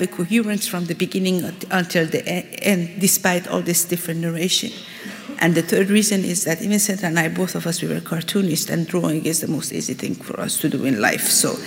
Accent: Iran; moved away

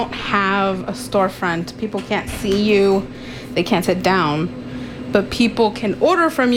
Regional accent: Pittsburgh, Pennsylvania, United States; we grew up here in Pittsburgh, it was very hard for us. It wasn't welcoming at the time

